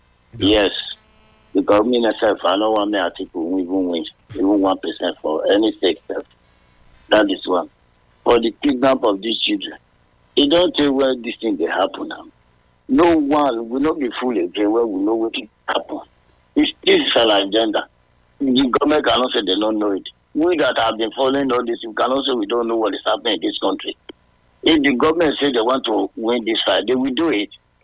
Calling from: Benin City, Edo, Nigeria; From Benin.

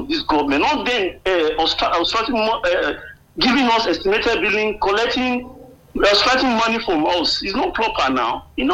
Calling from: Edo, Nigeria; I'm an indigenous of this state, I'm from Edo State, we are Dupataki.

